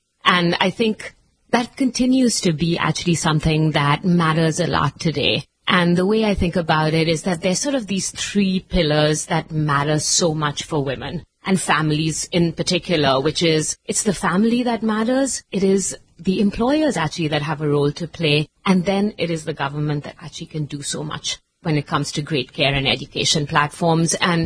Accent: Mumbai, Maharashtra, India; moved away as an adult; now in United States; I was born in Mumbai and I actually spent my first 21 years there. I came to the U.S. to do my master's at Brandeis University.

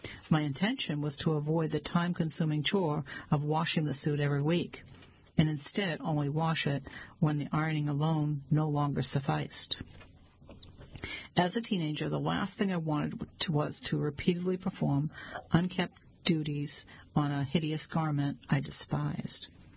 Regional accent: Iowa, United States; now in California, United States; Although I have been a California resident for almost 5 decades, I grew up in the Midwest. I graduated from an Iowa high school in 1967 and completed my college degree at the University of Northern Iowa in 1971.

